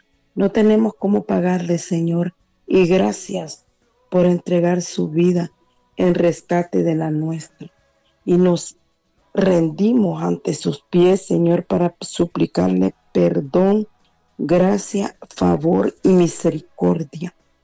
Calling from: Comayagua, Honduras; De Liconas, Comayagua.

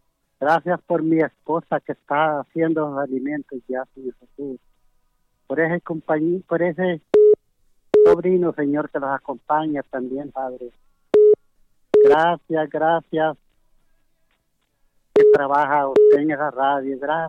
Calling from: Santiago de Puringla, La Paz, Honduras; Buenos días, de Santiago Puringa.

